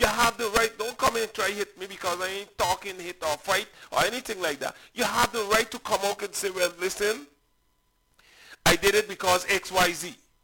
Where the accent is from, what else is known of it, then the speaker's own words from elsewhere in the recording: Sint Eustatius, Caribbean Netherlands; I come from Stacia.